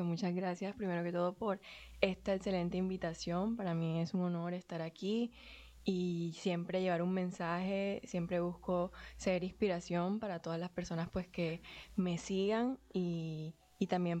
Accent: Montería, Córdoba, Colombia; Crecí en Montería, en un barrio que se llama La Julia, con mi mamá.

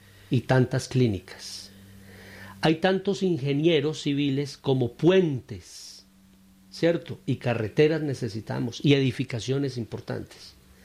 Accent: Colombia; now in Medellín, Colombia; nosotros no tenemos un solo teatro en Colombia de ópera.

